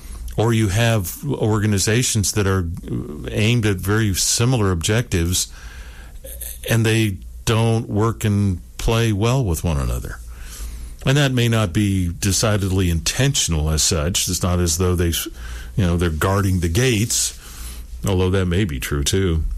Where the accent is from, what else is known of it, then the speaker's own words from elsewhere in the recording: Seattle, Washington, United States; now in Florida, United States; I'm not a native. I'm a Yankee from Seattle that came here to work on a doctorate in social research and family therapy